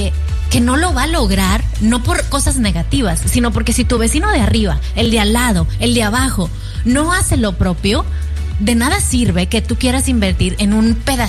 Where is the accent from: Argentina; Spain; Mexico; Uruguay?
Mexico; now in United States; yo soy mexicana.